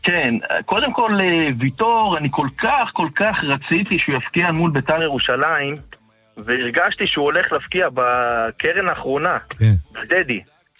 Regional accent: Eilat, Southern District, Israel; now in Kfar Tavor, Israel; אחד שלא גדל בעיר, גדלתי באילת.

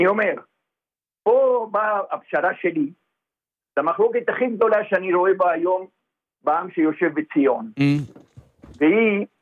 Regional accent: Argentina; accent: Argentine; Hebrew is a second language; now in Israel; כיהודי גלותי, וכפי שאתה שומע, אני... ארגנטינאי.

